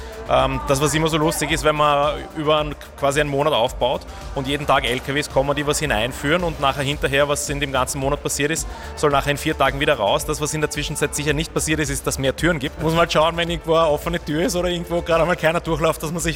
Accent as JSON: {"language": "German", "region": "Vienna", "country": "Austria", "said": "gerade als Wiener und als Österreicher ist man halt einfach stolz"}